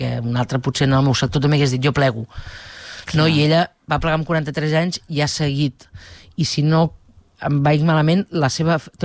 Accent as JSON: {"language": "Catalan", "town": "Manresa", "region": "Catalonia", "country": "Spain", "said": "M'agrada molt la muntanya, com a bona manresana, que tenim Montserrat al costat."}